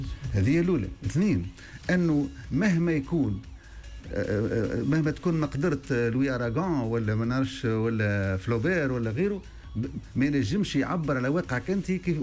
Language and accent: Arabic; Tunisia; صورتك أنت كتونسي